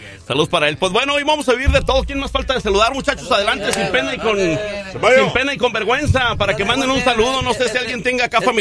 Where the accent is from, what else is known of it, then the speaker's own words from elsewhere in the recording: San Luis Potosí, Mexico; now in United States; yo soy de San Luis Potosí.